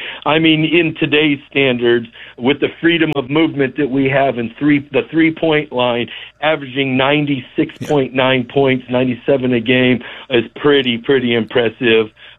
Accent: Nebraska, United States; growing up in Central Nebraska

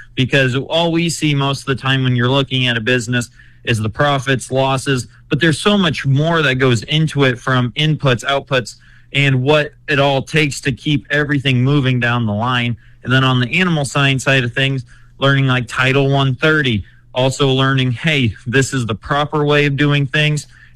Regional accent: Wisner, Nebraska, United States; So I grew up in Wisner, Nebraska on a livestock farm. We raised show pigs and poultry, and I still raise poultry and pigs to this day with my dad.

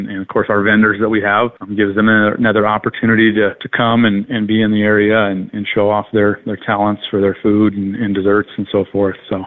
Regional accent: South Dakota, United States; moved away; I grew up in South Dakota with Hills Alive, large Christian festival in Rapid City

